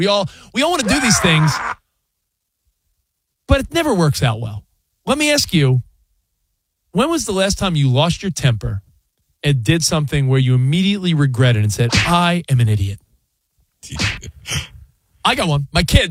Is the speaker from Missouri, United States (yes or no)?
no; New York, United States; I'm from New York. I knew a Caglioni.